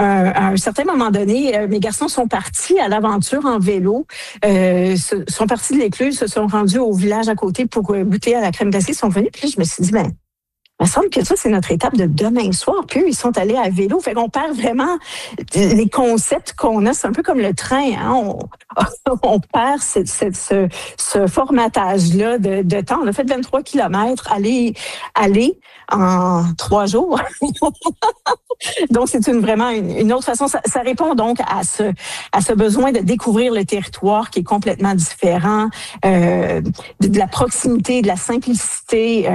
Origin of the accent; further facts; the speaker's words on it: Ontario, Canada; chez nous en Ontario.